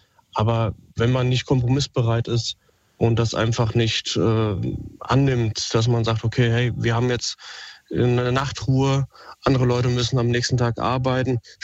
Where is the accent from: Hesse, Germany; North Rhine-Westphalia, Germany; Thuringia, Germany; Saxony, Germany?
Hesse, Germany; Wiesbaden; ich komme aus Wiesbaden, Wilhelmstraße